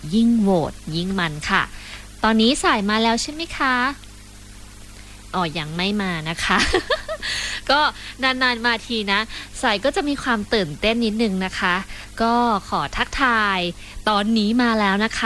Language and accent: Thai; Bang Kruai, Nonthaburi, Thailand; โอ้โหรู้ได้ไงว่าหนูเป็นคนนนทบุรีเป็นคนบางกรวยเนี่ย